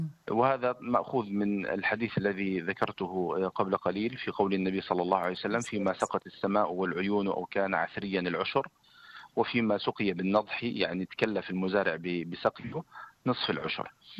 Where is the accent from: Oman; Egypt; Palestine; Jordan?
Palestine; عندنا في فلسطين